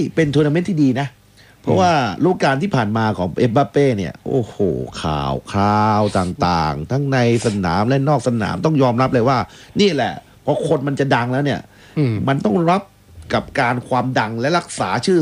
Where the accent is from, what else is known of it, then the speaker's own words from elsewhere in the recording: Southern Thailand, Thailand; ใช่ถ้าสวนยางเนี่ยผมก็เป็นคนใต้เหมือนกัน